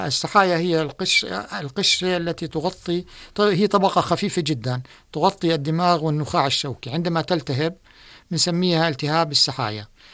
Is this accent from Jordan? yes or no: yes; Jordan; إحنا عنا بالأردن